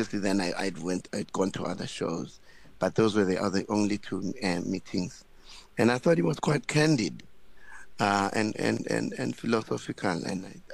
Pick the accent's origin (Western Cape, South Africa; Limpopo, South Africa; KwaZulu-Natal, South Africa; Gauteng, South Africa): Limpopo, South Africa; On my experiences when I was growing up in Limpopo.